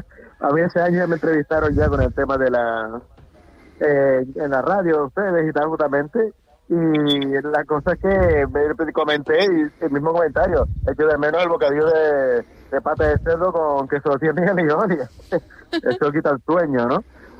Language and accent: Spanish; Telde, Canary Islands, Spain; moved away as an adult; now in Berlin, Germany; Yo en Las Palmas, soy de Gran Canaria, del municipio de Telde, del barrio de La Pardilla.